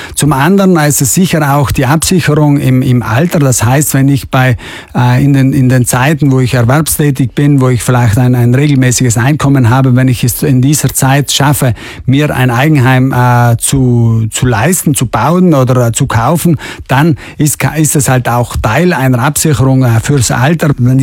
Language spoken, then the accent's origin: German; Trentino-Alto Adige, Italy; Und zum anderen sind wir Südtiroler sehr verwöhnt, was die Ausstattungsqualität anbelangt.